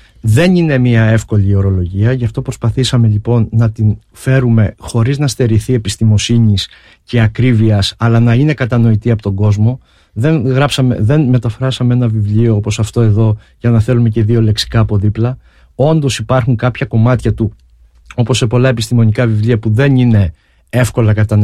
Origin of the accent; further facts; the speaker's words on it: Ierapetra, Crete, Greece; σε μια πόλη όπως είναι η πόλη μου Ιεράπετρα, στην άλλη άκρη της Ελλάδας, στην άλλη άκρη της χώρας.